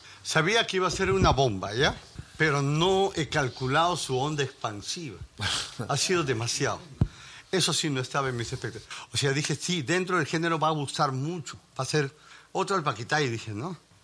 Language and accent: Spanish; Huánuco, Peru; pues Huánuco me quiere mucho, mi tierra.